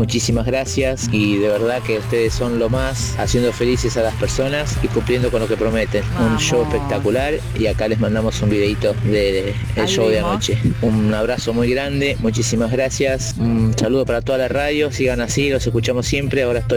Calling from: Buenos Aires, Argentina; Hola, Radio Disney. … de Caballito.

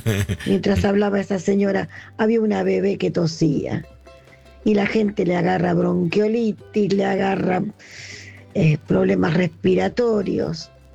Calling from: Buenos Aires, Argentina; de Colegiales.

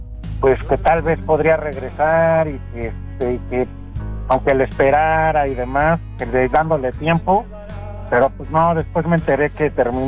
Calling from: Mexico City, Mexico; De acá, de la Ciudad de México, de Azcapotzalco.

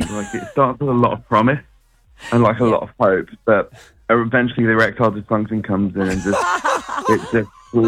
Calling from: England, United Kingdom; I'm English

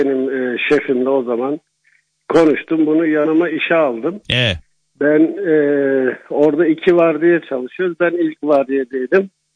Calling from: Stuttgart, Baden-Württemberg, Germany; Almanya'dan arıyorum

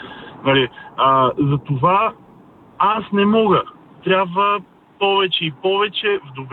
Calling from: Sofia, Sofia City, Bulgaria; съм от София.

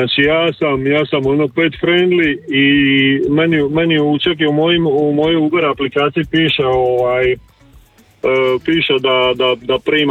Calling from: Zadar, Zadar County, Croatia; mi smo živjeli u centru grada jedno 23-4 godine

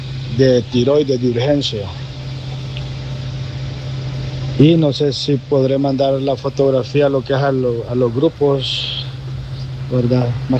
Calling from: Comayagua, Honduras; Soy de Comayagua.

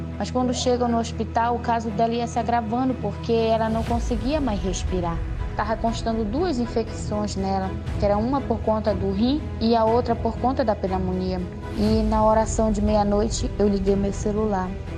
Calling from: Belém, Pará, Brazil; sou aqui de Belém do Pará.

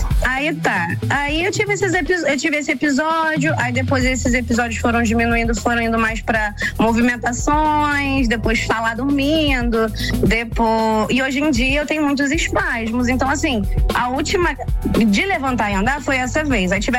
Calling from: Rio de Janeiro, Brazil; Eu sou da Zona Oeste. Zona Oeste de verdade. Sou de Magalhães Bastos.

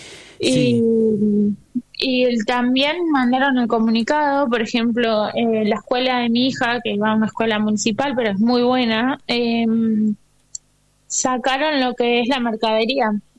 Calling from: Argentina; esta realidad que estamos viviendo como argentinos es muy triste

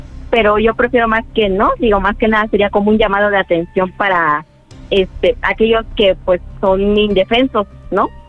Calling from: Nezahualcóyotl, State of Mexico, Mexico

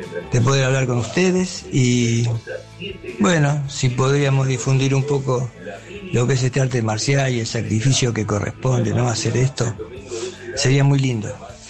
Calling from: Argentina; de Luchan.

